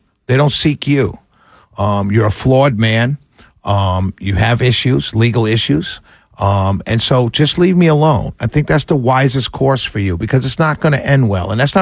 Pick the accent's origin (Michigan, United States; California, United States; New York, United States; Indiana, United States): New York, United States; New York City; I grew up in New York City. We played calling each other name for sport.